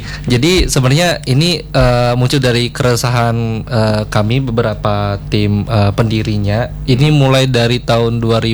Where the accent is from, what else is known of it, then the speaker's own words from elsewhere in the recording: Buleleng, Bali, Indonesia; asli Buleleng juga